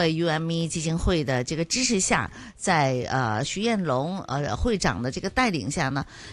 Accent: Hong Kong; 所以呢我们作为香港人，我们自己都感觉非常的骄傲哈

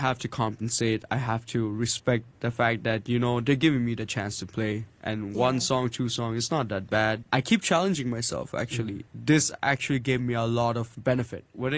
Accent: Bangladesh; I don't know much about my home country, Bangladesh, but when I do go there, they also ask me, why are you so, in our language, they will say, koto bidishi hoigesus?

